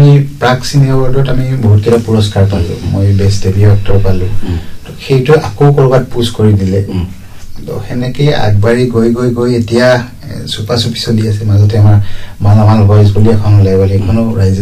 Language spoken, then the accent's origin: Assamese; Tihu, Assam, India; তো মোৰ ঘৰ টিহুৰ, টিহুৰ আমাৰ পাকা মোৰ গাঁওখনৰ নাম, মোৰ গাঁও এখন নদী নৈপৰীয়া গাঁও এখন।